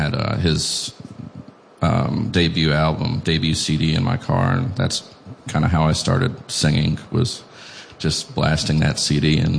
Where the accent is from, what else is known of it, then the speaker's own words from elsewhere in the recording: Lexington, Kentucky, United States; Well, I was born and raised in Lexington